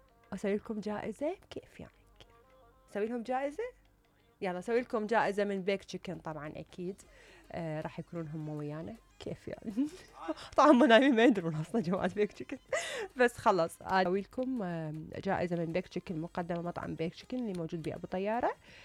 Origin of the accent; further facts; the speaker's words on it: Iraq; كعراقية ما أعتقد أصلاً أكون أقل.